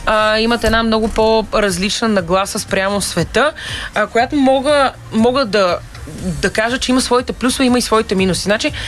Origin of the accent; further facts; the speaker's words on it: Sofia, Sofia City, Bulgaria; От София съм.